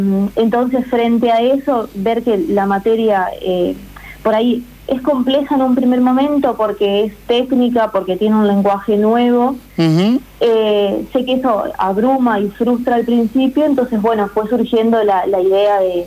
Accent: María Grande, Entre Ríos, Argentina; moved away as an adult; now in Villaguay, Argentina; Sí, yo soy de María Grande y estoy acá en Villaguay estudiando la licenciatura de kinesiología.

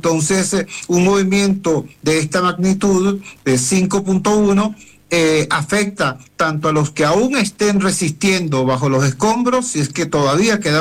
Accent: Venezuela; now in Caracas, Venezuela

